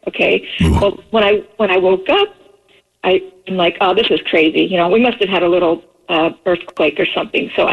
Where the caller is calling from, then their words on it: Beaverton, Oregon, United States; I live with, well, my daughter, my grandson, and I, we all live in an apartment in Beaverton.